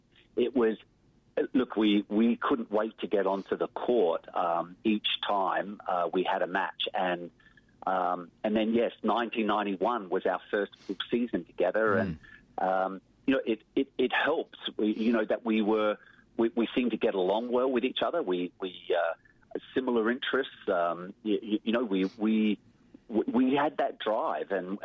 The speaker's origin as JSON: {"language": "English", "country": "Australia", "said": "for us being Australian"}